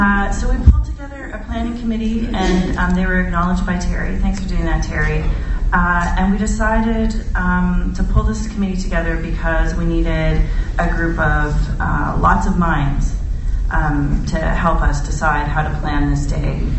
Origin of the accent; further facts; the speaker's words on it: Alderville First Nation, Ontario, Canada; am a First Nations woman. I'm a band member at Kitigan Zibi First Nation, and I grew up in Alderville First Nation